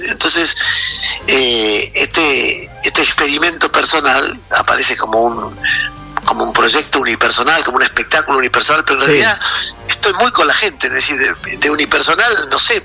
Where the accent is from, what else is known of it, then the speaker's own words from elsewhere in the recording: Argentina; nuestra cultura